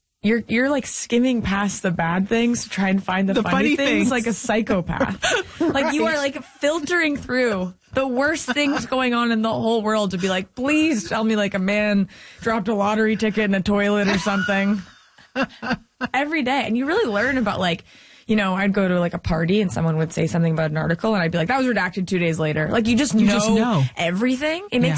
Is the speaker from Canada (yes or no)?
yes; Canada; I'm really lucky because I'm Canadian.